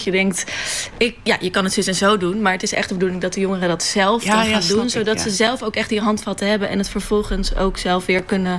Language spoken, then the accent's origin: Dutch; Friesland, Netherlands; Ik ben zelf ook opgegroeid in Friesland